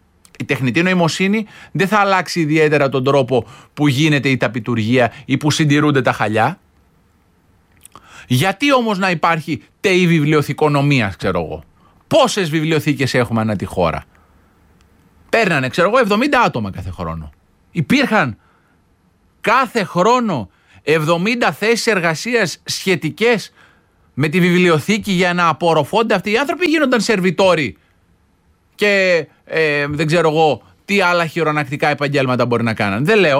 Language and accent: Greek; Karditsa, Thessaly, Greece; το χωριό μου εμένα στην Καρδίτσα